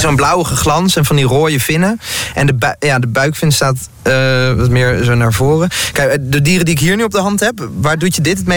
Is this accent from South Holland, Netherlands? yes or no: no; North Brabant, Netherlands; Ja, en ik kom uit Brabant, hè.